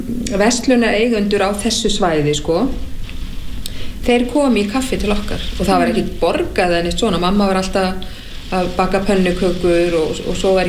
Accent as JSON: {"language": "Icelandic", "town": "Reykjavík", "region": "Capital Region", "country": "Iceland", "tie": "born or raised there", "said": "Ég held að einhvers staðar hafi mér þótt að líka ákveðin lúxus að alast upp á Laugaveginum."}